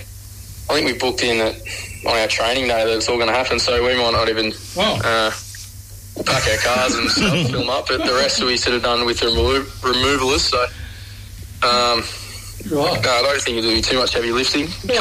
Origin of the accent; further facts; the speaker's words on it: Wagga Wagga, New South Wales, Australia; But even just myself, I'm from Wagga Wagga. So that is in the Giants region. So I sort of had access to the Giants Academy when I was growing up